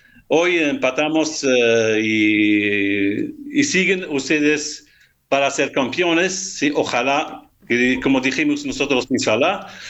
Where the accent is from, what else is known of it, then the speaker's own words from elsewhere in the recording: Algeria; Spanish is a second language; yo sé que nosotros, Argelia, siempre van para presentar solamente el Mundial